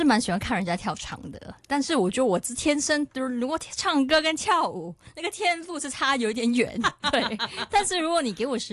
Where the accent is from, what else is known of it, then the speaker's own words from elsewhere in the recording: Singapore; 其实我童年不在香港长大，就是在新加坡，